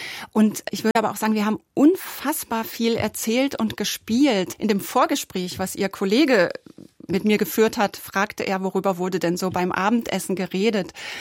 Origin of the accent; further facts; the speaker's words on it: Goch, North Rhine-Westphalia, Germany; also born or lived in Kranenburg / Pfalzdorf; Ich bin in Kranenburg geboren.